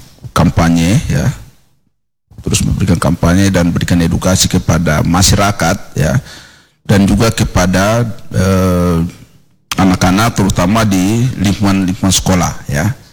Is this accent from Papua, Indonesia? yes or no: yes; Papua, Indonesia; kita orang Papua